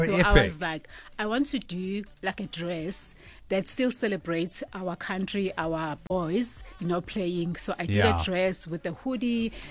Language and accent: English; South Africa; Oh no, the culture, I mean, we're a country which is rich in culture.